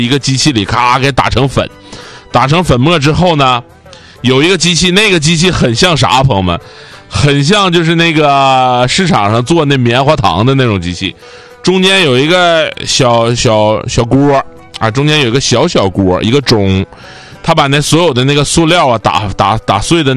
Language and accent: Chinese; Northeast China, China; accent: Northeastern Mandarin; 我们东北话讲还有一个叫造害，